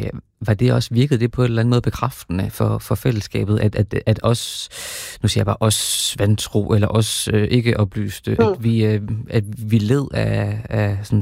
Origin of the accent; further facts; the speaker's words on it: Horsens, Central Denmark Region, Denmark; i Horsens, hvor jeg er fra.